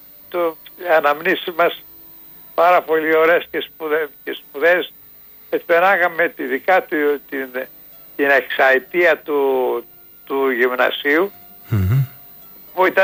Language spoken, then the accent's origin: Greek; Attica, Greece; Σε εξοχή μεγαλώσαμε σχεδόν στην Αθήνα, σε πράσια που μέναμε